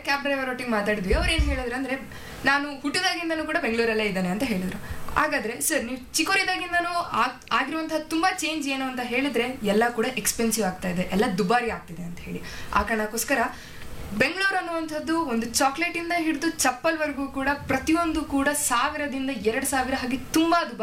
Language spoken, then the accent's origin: Kannada; Karnataka, India; ನಾವು ಯಾವಾಗ ಕರ್ನಾಟಕದವರು ಬೇರೆ ದೇಶಕ್ಕೆ ಹೋಗ್ತೀವೋ ಅವಾಗ ಮಾತ್ರ ನಾವು ಬೇರೆ ಭಾಷೆನ ಕಲಿಬೇಕು